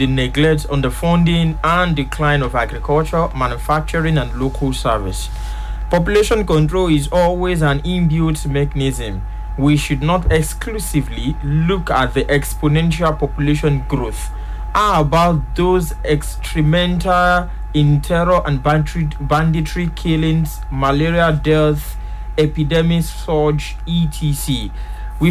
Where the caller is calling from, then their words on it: Ilorin, Kwara, Nigeria; from Ilorin, and greetings to the veteran journalist and the semi-veteran journalist in the studio.